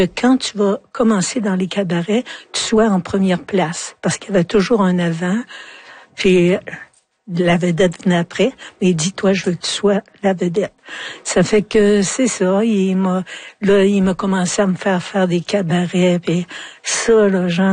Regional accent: Quebec, Canada; now in Montreal, Canada; chez nous, en Abitibi, on est proche des gens. T'sais. Quand je suis arrivée à Montréal

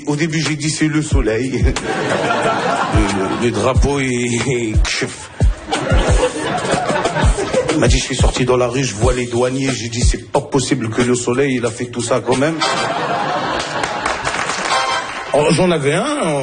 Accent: Morocco; now in Côte d'Ivoire; Nous, on vient du Maroc à la base. Ah, on est quatre.

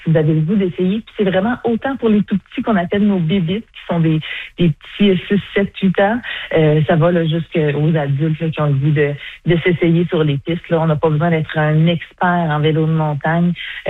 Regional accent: Sherbrooke, Quebec, Canada; On est chanceux chez nous à Sherbrooke

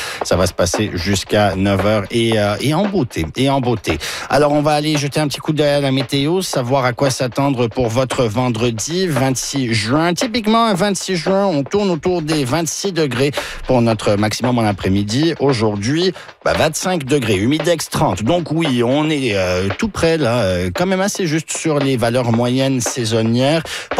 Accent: Toronto, Ontario, Canada; born there; moi j'ai grandi à Toronto, je suis là depuis 96

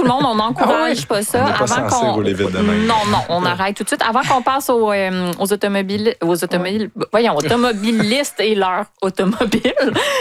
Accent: Montreal, Quebec, Canada; Quand je vais en région, les gens savent que je viens de Montréal parce que j'ai peur des routes

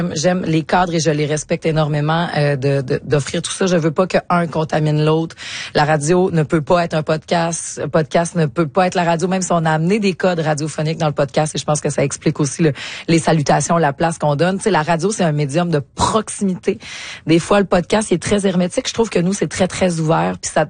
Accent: Jonquière, Quebec, Canada; on était quand même chez nous, on était à Jonquière

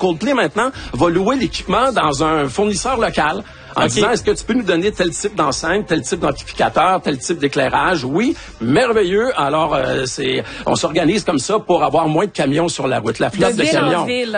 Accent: Portneuf, Quebec, Canada; Moi, je viens de Portneuf

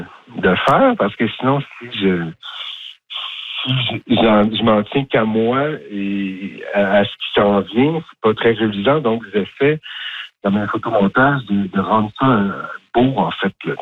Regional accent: Quebec, Canada; now in Maisonnette, Canada; Oui, je suis originaire des Cantons de l'Est, mais j'habite à Montréal un petit bout.

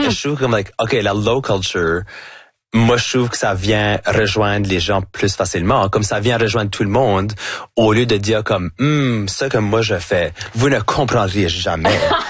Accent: New Brunswick, Canada; accent: Chiac; J'ai un accent qui va jamais être neutre. So là, de complètement laisser ça aller, puis de faire tout ce que je fais avec mon accent, avec mon chiac. Pour moi, c'est comme, ah, ben, c'est bien plus fun parce que là, tout d'un coup, je peux comme apporter l'Acadie avec moi partout

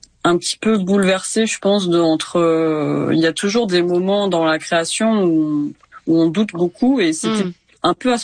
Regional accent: Ramatuelle, Provence-Alpes-Côte d'Azur, France; j'ai un lien assez fort avec Ramatuelle, donc là où j'ai grandi, puisque toute ma famille est là

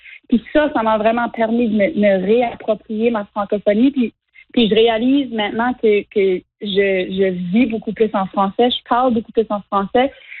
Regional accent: Nova Scotia, Canada; born or raised there

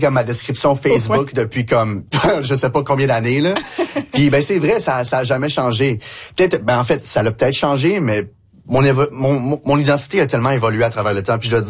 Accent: Quebec City, Quebec, Canada; Moi je suis né au Québec, je suis né à la ville de Québec à Val-Bélair spécifiquement qui est dans la banlieue de la ville de Québec. Puis j'ai vécu au Québec pendant les 10 premières années de ma vie

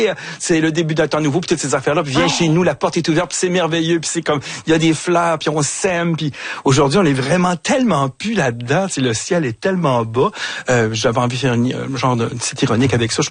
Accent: Montreal, Quebec, Canada; Je suis un vrai Montréalais né ici. J'ai jamais traversé les ponts, mais presque. Tu sais, je suis toujours sur l'île.

